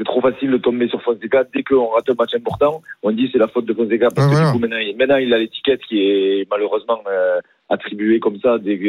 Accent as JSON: {"language": "French", "region": "Southern France", "country": "France", "accent": "southern French", "said": "Eh non, j'ai l'accent du Sud de 7."}